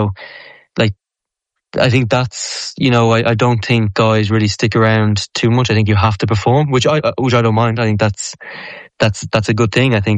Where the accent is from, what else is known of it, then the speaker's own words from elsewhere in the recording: Drogheda, Leinster, Ireland; moved away as an adult; also born or lived in Aurillac; I grew up in Drogheda. It's only, Drogheda is big enough in itself, but we're only 25, 30 minutes from Dublin.